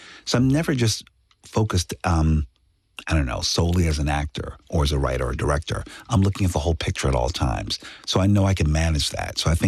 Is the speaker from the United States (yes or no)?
yes; Philadelphia, Pennsylvania, United States; I come from a very humble place. I come from